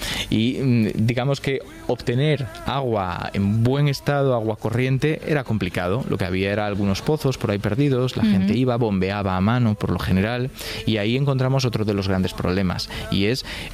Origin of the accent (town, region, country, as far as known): Galicia, Spain